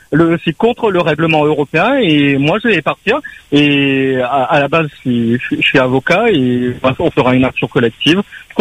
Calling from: Mauritius; moi je suis mauricien

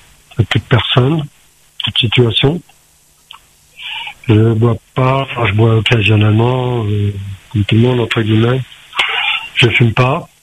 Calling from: Le Tampon, Réunion; je suis à Zoraï, j'habite au Tampon. Je fais 1m75, 43 ans

